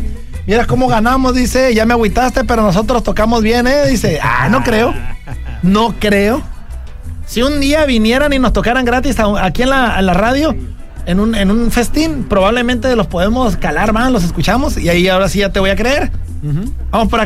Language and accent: Spanish; Mexico